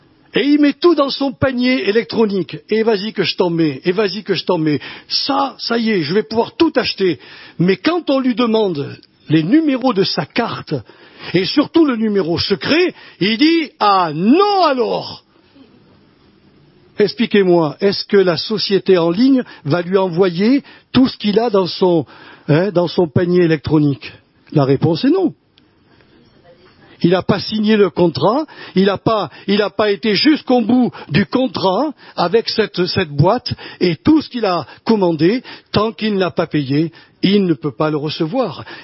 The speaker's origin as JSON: {"language": "French", "region": "Nouvelle-Aquitaine", "country": "France", "moved": "yes", "said": "Moi, je fais partie de la Dordogne."}